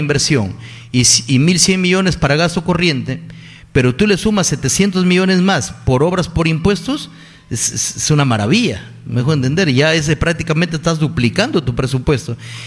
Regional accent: Bagua, Amazonas, Peru; que no me juzguen por ser de Bagua. Yo, como alcalde de Bagua, hice un hermanamiento con las comunidades nativas.

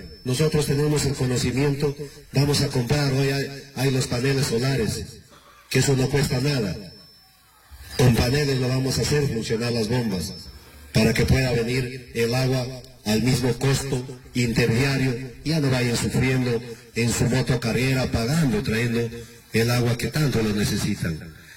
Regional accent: Cutervo, Cajamarca, Peru; yo soy de Cutervino, siempre hay varios paisanos por acá

